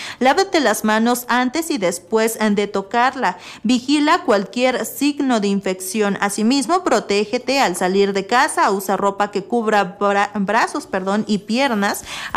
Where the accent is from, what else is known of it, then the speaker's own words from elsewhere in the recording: Mexico; la cultura que nos da identidad como mexicanos.